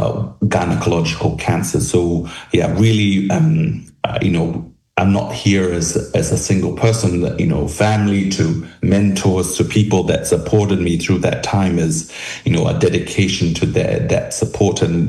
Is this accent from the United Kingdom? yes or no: no; Tongatapu, Tonga; moved away as an adult; also born or lived in Auckland, New Zealand; now in Sydney, Australia; I was born in Tonga. My mum is Tongan and dad is Australian, but, you know, they grew up in a little village of Hatafu in Golovai and went to a little Tongan primary school